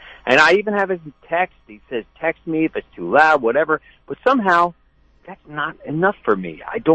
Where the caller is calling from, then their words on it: San Luis Obispo, California, United States; I'm calling from San Luis Obispo, California.